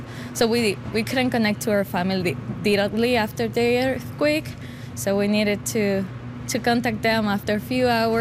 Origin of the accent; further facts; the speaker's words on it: Venezuela; moved away as an adult; now in Saskatoon, Canada; I am the manager of the stores at Churros, and I am from Venezuela.